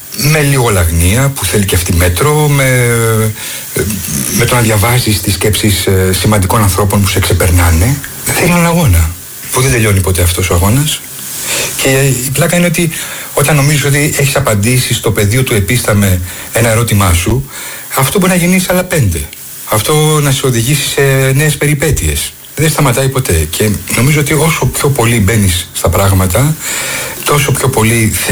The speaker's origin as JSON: {"language": "Greek", "town": "Rhodes", "region": "South Aegean", "country": "Greece", "tie": "born there", "said": "Γεννήθηκα στη Ρόδο εκ παραδρομής. Ήμουν η δεύτερη εγκυμοσύνη της μητέρας μου."}